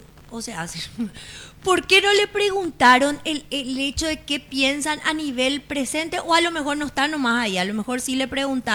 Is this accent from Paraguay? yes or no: yes; Paraguay